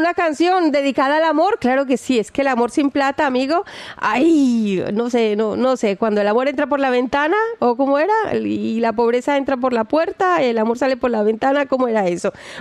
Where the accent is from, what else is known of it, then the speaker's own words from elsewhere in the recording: Caribbean Region, Colombia; yo soy de Colombia, me voy de vacaciones y digo, wow, la temperatura de mi Caribe colombiano no se compara a ningún mar.